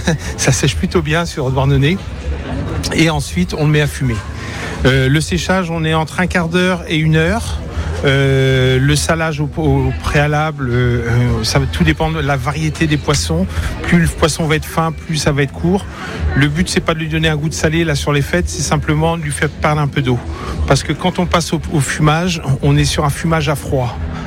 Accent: Brittany, France; vers chez nous en Bretagne, on avait le salage.

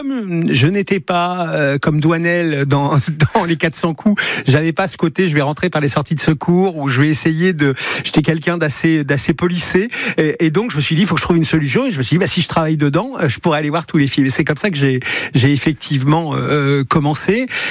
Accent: Elbeuf, Normandy, France; born or raised there

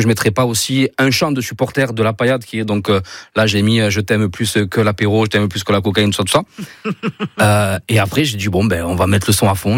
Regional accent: Saint-Drézéry, Occitanie, France; J'ai fait ma scolarité là-bas, je suis vraiment de Saint-Dréséry.

